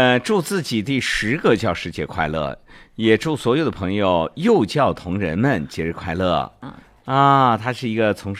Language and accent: Chinese; Ili, Xinjiang, China; 我们是大厂呀，我们是伊犁毛纺织厂嘛